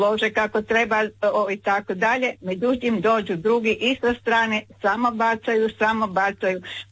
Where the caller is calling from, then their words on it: Primorje-Gorski Kotar County, Croatia; kod nas na Vežici je druga stvar.